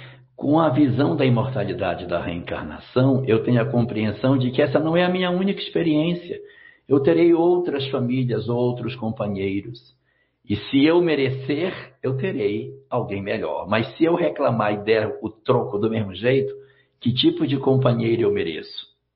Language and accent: Portuguese; Cacoal, Rondônia, Brazil; Eita, é da minha terra!